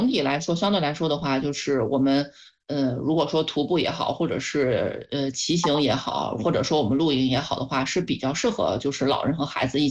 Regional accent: Shijiazhuang, Hebei, China; 我们石家庄人的城市后花园。

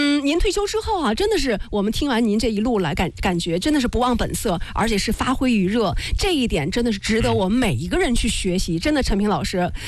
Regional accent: Shijiazhuang, Hebei, China

